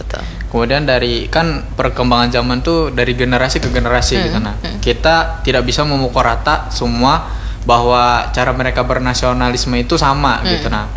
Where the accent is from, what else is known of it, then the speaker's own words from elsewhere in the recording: Banjarmasin, South Kalimantan, Indonesia; gimana sih kita orang Banjarmasin itu menuju yang hijau lah, go green gitu